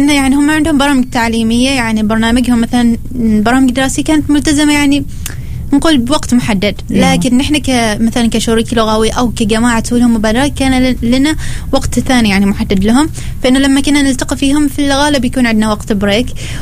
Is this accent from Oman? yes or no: yes; Oman; يعني كيف نحن كعمانيين, حتى مثلا رويناهم الأزياء العمانية, خليناهم يقربوها